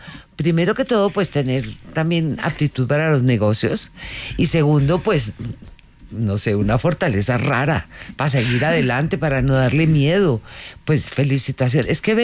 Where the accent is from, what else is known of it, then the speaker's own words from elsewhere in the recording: Antioquia, Colombia; yo soy paisa, pero pertenezco, yo creo que a las pocas familias paisas que nunca supieron hacer plata.